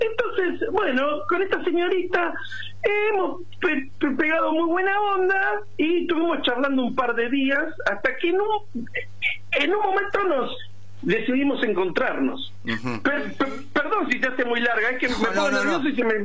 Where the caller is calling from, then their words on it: Quilmes, Buenos Aires Province, Argentina; Yo soy del barrio de Quilmes.